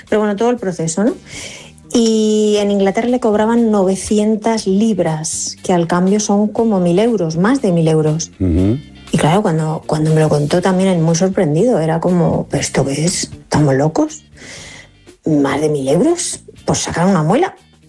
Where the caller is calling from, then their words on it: Cercedilla, Community of Madrid, Spain; Buenas tardes … de Cercedilla, Madrid.